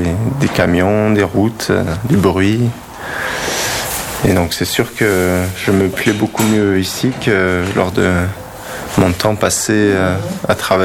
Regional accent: Provence-Alpes-Côte d'Azur, France; now in Ariège, France; j'ai grandi dans la forêt sans aucun voisin. Donc, je suis originaire de la Provence. Et bon, j'ai grandi dans la forêt

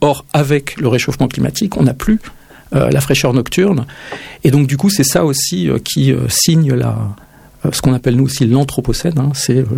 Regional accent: Brittany, France; now in Toulouse, France; je suis breton

